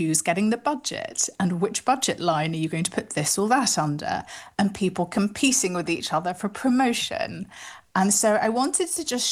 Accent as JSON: {"language": "English", "town": "Manchester", "region": "North West England", "country": "United Kingdom", "tie": "born or raised there", "said": "I have ancestry that's not English, even though I was born in Manchester, I've grown up here, I really couldn't imagine being a citizen of anywhere else. I don't have citizenship anywhere else."}